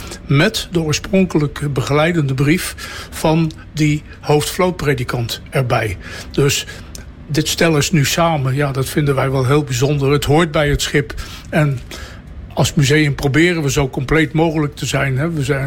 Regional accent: Netherlands; We zijn Nederlanders, dus we proberen zo zuinig mogelijk te zijn met alles.

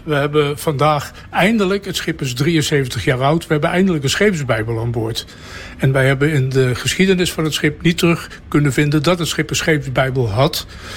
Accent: Netherlands; We zijn Nederlanders, dus we proberen zo zuinig mogelijk te zijn met alles.

